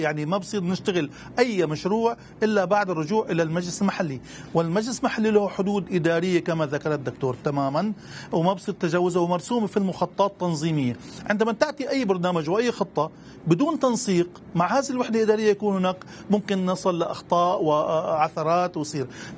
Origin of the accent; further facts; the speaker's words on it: Syria; ولدينا طبوغرافيون أكفاء في سوريا، ونحن سوريين نصدر مهندسون إلى العالم